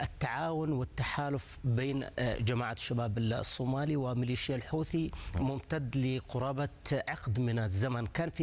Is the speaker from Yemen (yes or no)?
yes; Yemen; عندنا في اليمن